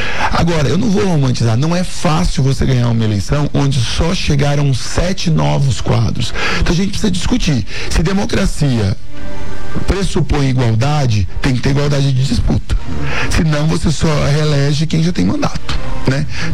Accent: Naviraí, Mato Grosso do Sul, Brazil; moved away as an adult; also born or lived in Viema / Dourados; Nasci em Viema, cresci em Naviraí, fui para Dourados como um filho do interior para fazer faculdade

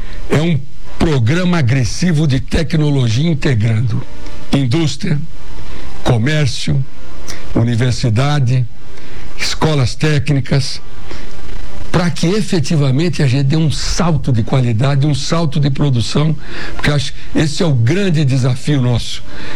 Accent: Mato Grosso do Sul, Brazil; born there; me considero em condições, pô, de governar o estado onde eu nasci.

